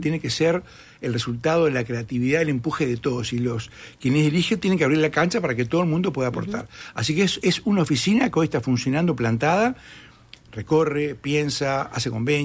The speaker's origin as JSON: {"language": "Spanish", "country": "Uruguay", "said": "Los uruguayos somos crueles con nuestro país."}